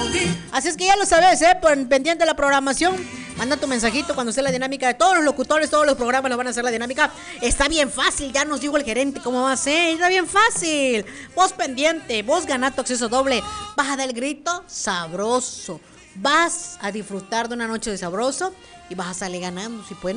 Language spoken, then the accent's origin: Spanish; Mexico